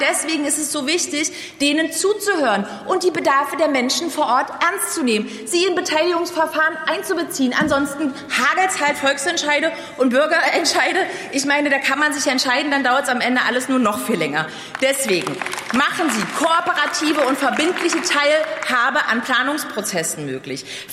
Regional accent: Berlin, Germany; Als Berlinerin bin ich da natürlich leidgeprüft.

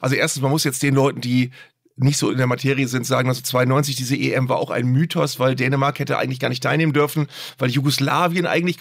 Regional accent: Bremen, Germany; Ich bin Bremer

